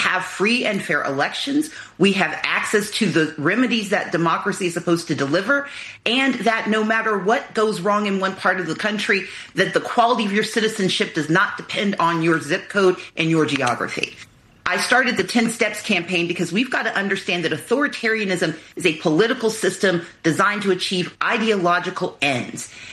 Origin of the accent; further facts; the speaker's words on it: Mississippi, United States; now in Georgia, United States; I'm from Georgia. I grew up in Mississippi. I came of age in Georgia.